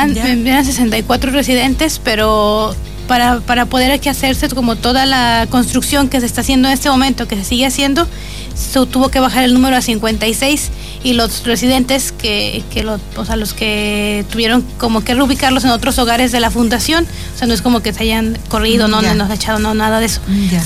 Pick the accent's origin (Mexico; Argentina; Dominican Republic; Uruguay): Mexico; now in Chile; Yo soy mexicana